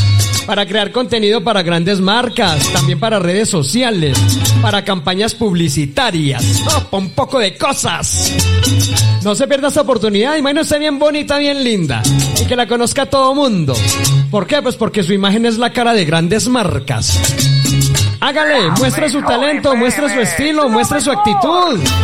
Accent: Colombia; Así somos los colombianos.

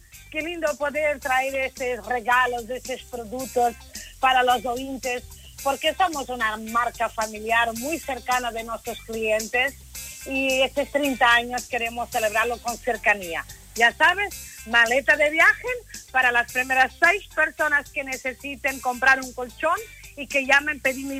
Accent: Lisbon, Portugal; moved away; me pregunta, oye, ¿tu acento dónde es? Digo, soy de Lisboa

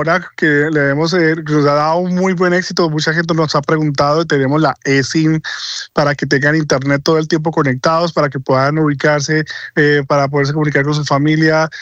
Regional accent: Huila, Colombia; born there; moved away; Sí, es mi tierrita, ya, ese claro. Sí lo conozco perfectamente.

